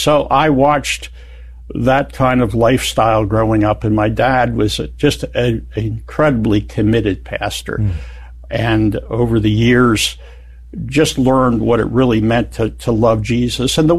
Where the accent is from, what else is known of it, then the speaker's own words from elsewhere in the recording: Pennsylvania, United States; also born or lived in New Jersey; We were here 5 years, you know, there 4 years. So I grew up in Pennsylvania and New Jersey.